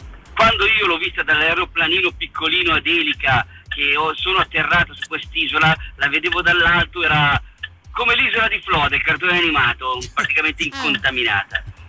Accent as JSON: {"language": "Italian", "town": "Brianza", "region": "Lombardy", "country": "Italy", "said": "L'unico problema è che io da Brianzolo, dopo 15 giorni, facevo il conto alla rovescia per tornare a casa"}